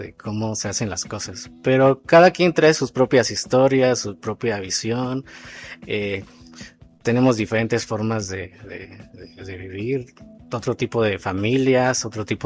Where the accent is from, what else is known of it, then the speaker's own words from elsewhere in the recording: Oaxaca, Mexico; Yo soy de los Valles Centrales, pero también mi familia viene de la Sierra Juárez.